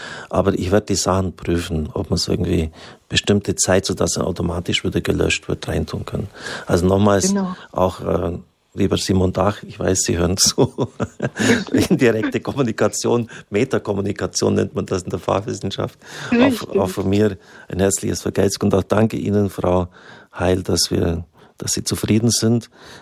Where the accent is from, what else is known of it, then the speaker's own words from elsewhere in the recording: Wimmertshofen, Germany; zumal die Kirche relativ klein ist, wo ich herkomme, in Wimmertshofen.